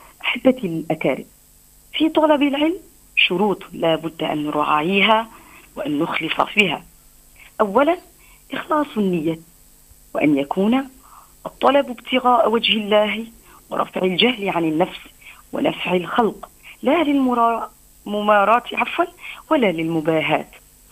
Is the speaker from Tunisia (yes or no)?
yes; Tunisia; اللهم انزل على بلدنا تونس الأمن والأمان والسكينة والاطمئنان